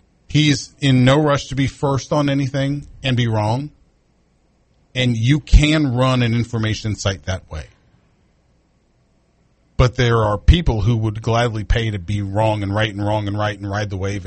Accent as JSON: {"language": "English", "region": "Kansas", "country": "United States", "said": "I went to Kansas. I'm from Kansas."}